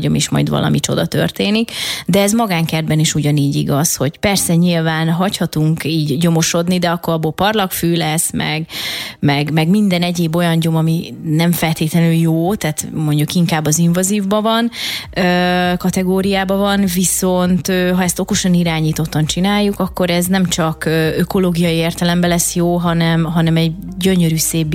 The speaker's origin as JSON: {"language": "Hungarian", "region": "Budapest", "country": "Hungary", "tie": "born or raised there", "said": "Én a 16. kerületben nőttem föl"}